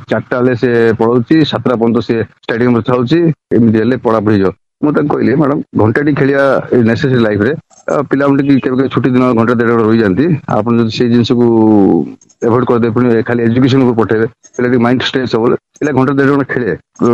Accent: Jeypore, Odisha, India; ମୁଁ କହିଲି ଦେଖିଥିଲା ମୁଁ କୋରାପୁଟ ଜୟପୁରର

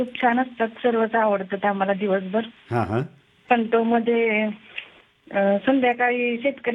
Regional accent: Maharashtra, India; moved away as an adult; now in Wadi Kurole, Pandharpur taluka, India; माझं माहेर माळशिरस तालुक्यातलं आहे

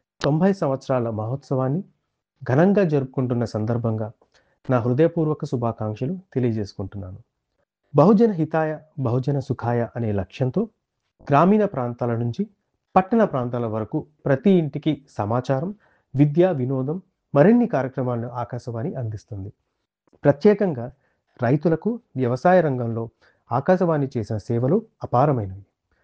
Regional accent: Hyderabad, Telangana, India; now in Australia; మా ఊరు హైదరాబాద్. ప్రస్తుతం నేను ఆస్ట్రేలియాలో రేడియాలజిస్ట్గా పనిచేస్తున్నాను.

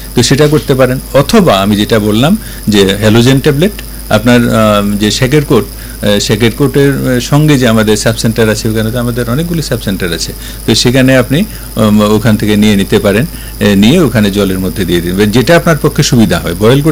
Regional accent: Tripura, India; আমাদের ত্রিপুরাতে

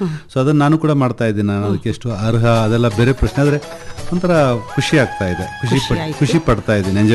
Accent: Suntikoppa, Karnataka, India; moved away; ನಮ್ಮೂರಲ್ಲಿ ಹುಟ್ಟಿ ಬೆಳೆದ ಹುಡುಗ ನಮ್ಮೂರಲ್ಲಿ ನಡೀತಾ ಇರುವ ಜಿಲ್ಲಾ ಕನ್ನಡ ಸಾಹಿತ್ಯ ಸಮ್ಮೇಳನದ ಅಧ್ಯಕ್ಷ ಆದ

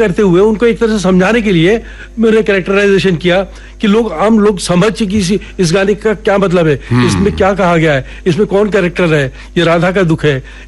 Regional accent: Jaipur, Rajasthan, India; जयपुर मेरे लिए पूरा खुला मंच था

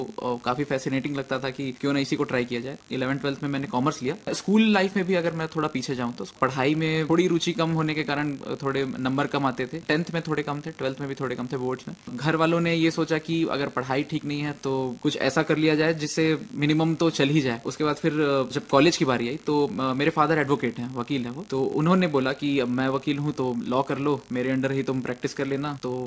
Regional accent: Janjgir-Champa district, Chhattisgarh, India; also born or lived in Bilaspur; मैं जांजगीर चांपा जिले के तहसील सारा गांव का निवासी हूं। मैंने अपनी स्कूली जो पढ़ाई है वो जांजगीर चांपा जिले के मैंने पूरी की।

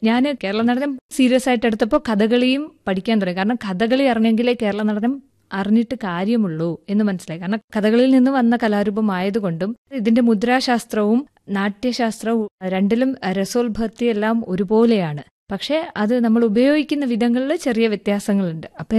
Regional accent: Kerala, India; അപ്പൊ ഞാൻ മാത്രമേ മലയാളിയുള്ളൂ.

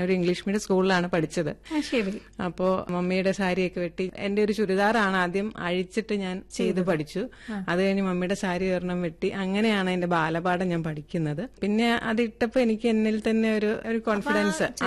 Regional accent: Piravom, Kerala, India; നമ്മുടെ സ്ഥലം പിറവാണ്.

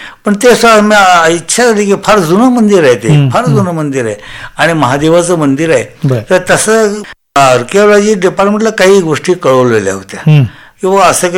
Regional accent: Kolhapur, Maharashtra, India; मी कोल्हापुरात राहत होतो

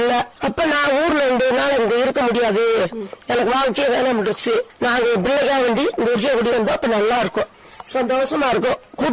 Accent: Tamil Nadu, India; moved away as an adult; now in Kombaikadu, India; எங்க சொந்த ஊரு வசநாடு

